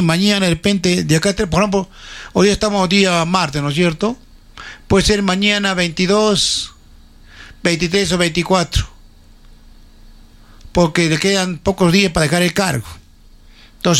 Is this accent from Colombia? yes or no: no; Arequipa, Peru; born there; mi distrito, Cerro Colorado, donde yo nací